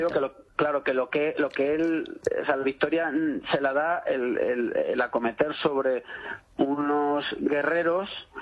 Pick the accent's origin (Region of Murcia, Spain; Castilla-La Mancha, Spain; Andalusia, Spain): Castilla-La Mancha, Spain; Cuenca; En mi pueblo, en Cuenca estoy.